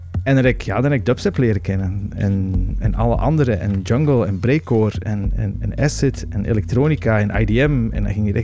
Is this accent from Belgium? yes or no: yes; Turnhout, Flanders, Belgium; moved away as an adult; also born or lived in Berlin; now in Ghent, Belgium; Ik ben afkomstig van Turnhout uit de Kempen.